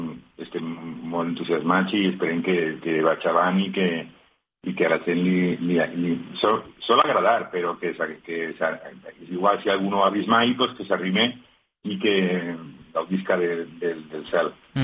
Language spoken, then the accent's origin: Catalan; Onda, Valencian Community, Spain; hem seguit molt de prop lo de l'incendi, jo soc de Onda i també ho he sentit en primera persona